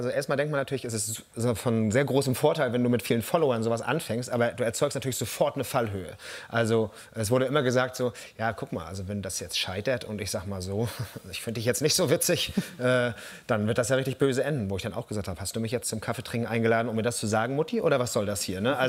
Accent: Mecklenburg-Vorpommern, Germany; Und unter den Norddeutschen sind wir Mecklenburger schon noch mal die Ultras.

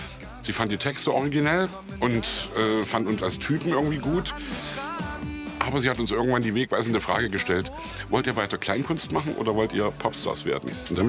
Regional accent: East Germany, Germany; ein Lied über mein erstes Westauto, ich als Ossi.

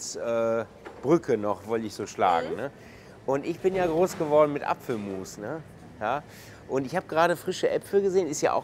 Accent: North Rhine-Westphalia, Germany; moved away; da bin ich auch mit groß geworden in NRW.

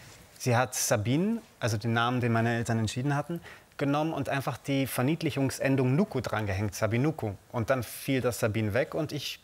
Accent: Germany; also born or lived in Romania; Ich war ja 2 Jahre und 8 Monate, als wir nach Deutschland gekommen sind.

